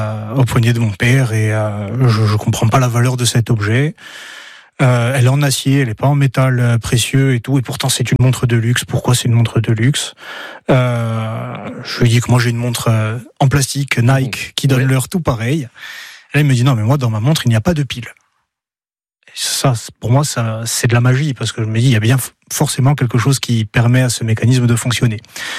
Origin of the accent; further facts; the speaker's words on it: Solenzara, Corsica, France; also born or lived in Bastia; j'ai grandi à Solenzar et je suis parti faire mes études pour passer mon baccalauréat à Bastia